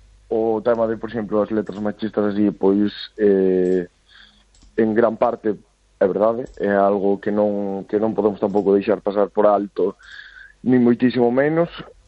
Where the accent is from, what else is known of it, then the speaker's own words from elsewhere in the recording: Galicia, Spain; Pois igual, simplemente son galego, falo galego, a miña lingua é o galego